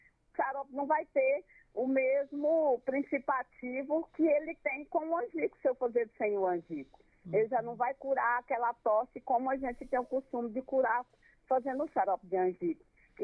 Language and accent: Portuguese; Cerrado, Brazil; a gente que somos do Cerrado, que somos povos do Cerrado